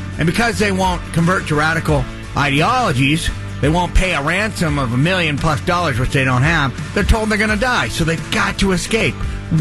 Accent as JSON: {"language": "English", "region": "New Hampshire", "country": "United States", "tie": "born or raised there", "said": "Growing up in New Hampshire, heading to Sunday night services, Community Chapel, Church of the Nazarene."}